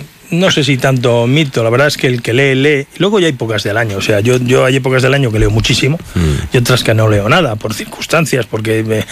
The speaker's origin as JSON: {"language": "Spanish", "country": "Spain", "said": "Funciona muy bien, como españoles que somos."}